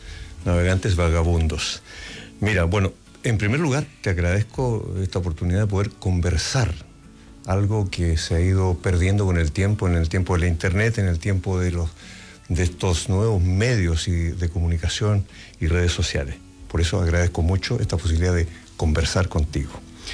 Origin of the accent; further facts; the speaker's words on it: Coyhaique, Aysén, Chile; Y después estuve internado en Puerto Aysén, en el liceo. Y después regresé a Coyhaique, a mi pueblo, y aquí terminé mis estudios secundarios.